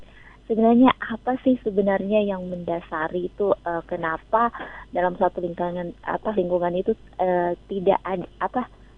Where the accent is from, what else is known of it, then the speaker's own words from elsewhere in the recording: Sulawesi, Indonesia; Saya dari Sulawesi, Mas Rudi.